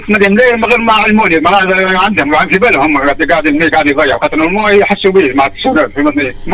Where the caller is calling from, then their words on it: Mahdia, Mahdia Governorate, Tunisia; انا مواطن من ما حبش نقول تونسي خاطر انا مش حاسس انا تونسي